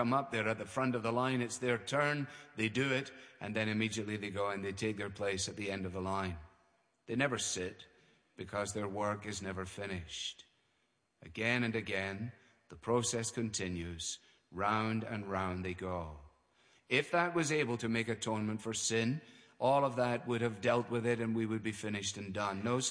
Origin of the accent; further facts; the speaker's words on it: Scotland, United Kingdom; Even as a Scotsman, I cannot bear the thought of that poor soul going back to the end of that thing.